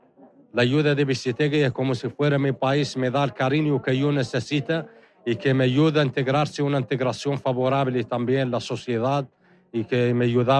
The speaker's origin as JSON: {"language": "Spanish", "country": "Western Sahara", "also_born_or_lived": "Tindouf", "moved": "yes", "lives_now": "Bilbao, Spain", "said": "Yo soy una persona, yo soy del Sahara, llevo aquí en Bilbao 9 años."}